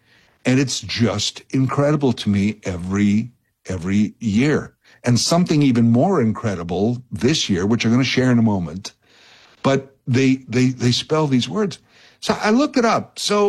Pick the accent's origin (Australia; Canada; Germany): Canada; I mean, it's a great part of being a Canadian is having two seasons, hockey season and the off season.